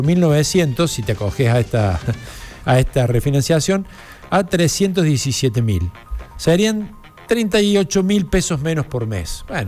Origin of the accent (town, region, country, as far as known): Argentina